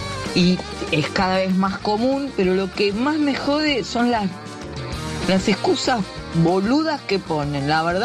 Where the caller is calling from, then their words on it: Buenos Aires, Argentina; de Mataderos.